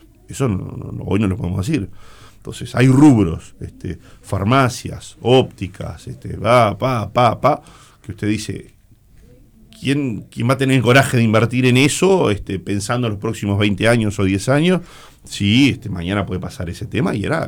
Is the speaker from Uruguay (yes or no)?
yes; Uruguay; porque me preocupan como uruguayo.